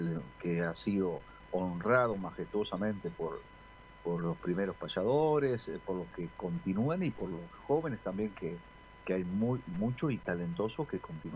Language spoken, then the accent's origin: Spanish; Rauch, Buenos Aires Province, Argentina; now in Ayacucho, Argentina; nosotros estamos acá en Ayacucho desde el año 83, 84. Pero criamos ahí en... Yo nací en Rauch por razón que mi viejo iba una vez por mes al pueblo.